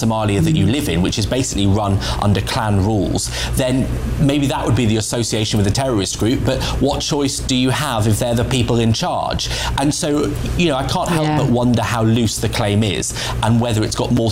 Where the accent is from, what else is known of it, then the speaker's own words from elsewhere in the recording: Wilmslow, North West England, United Kingdom; And we're both from Wilmslow in Cheshire.